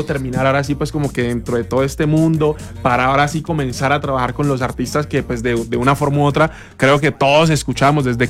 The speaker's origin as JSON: {"language": "Spanish", "town": "Quibdó", "region": "Chocó", "country": "Colombia", "tie": "born or raised there", "said": "yo soy del departamento del Chocó, yo nací sí. en el Chocó, nací en Quibdó, en la capital del Chocó"}